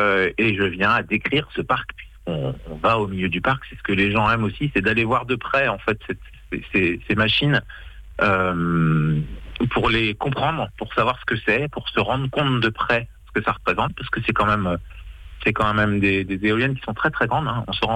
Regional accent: Pays de la Loire, France; il y a un grand nord-ouest de Vendée qui est le cœur de mes racines

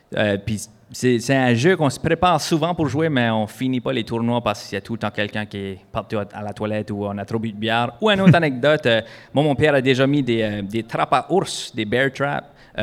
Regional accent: Canada; accent: accent de par chez nous; il faut peut-être que je ralentisse un peu avec mon accent de par chez nous.

